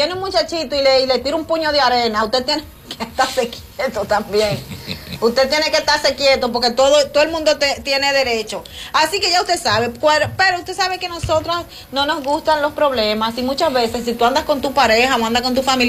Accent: Dominican Republic; Porque una, estoy hospedado ahí, y otra, yo soy dominicano.

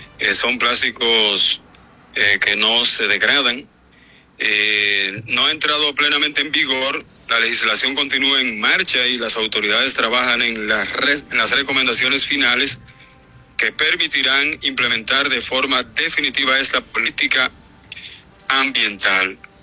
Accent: San Pedro de Macorís, Dominican Republic; now in Puerto Rico; en mi pueblo San Pedro de Macorís.

